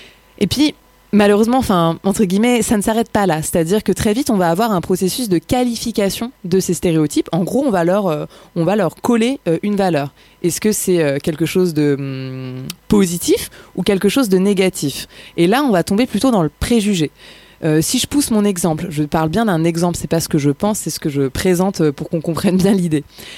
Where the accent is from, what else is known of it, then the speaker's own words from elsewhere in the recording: Marseille, Provence-Alpes-Côte d'Azur, France; Je dis que je viens de Marseille, là on me renvoie une autre image, un autre stéréotype.